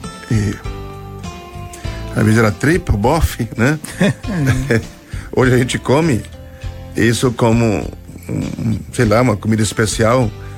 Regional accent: Sergipe, Brazil; eu sou natural do estado de Sergipe, de um povoado hoje extinto, só tem mesmo a terra. Nasci e me criei numa casinha de taipa, o povo chama de casa de pau-a-pique, né?

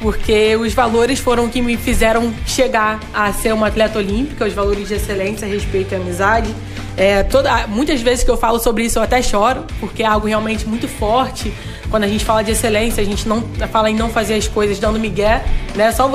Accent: Rio de Janeiro, Brazil; Eu sou cria de Cascadura, uma rua sem saída.

